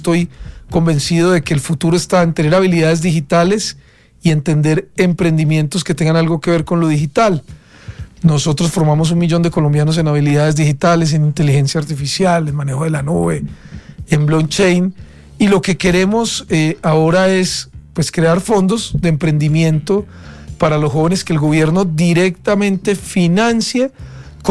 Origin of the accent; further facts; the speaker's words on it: Riosucio, Caldas, Colombia; yo no soy de Bogotá, yo soy de un pueblo que se llama Río Sucio Caldas y soy caldense, es decir, yo soy de provincia